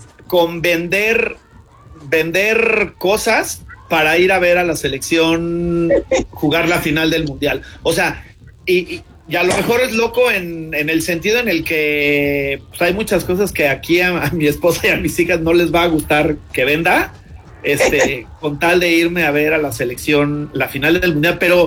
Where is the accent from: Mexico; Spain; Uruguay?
Mexico; como mexicano, con un país que le encanta el fútbol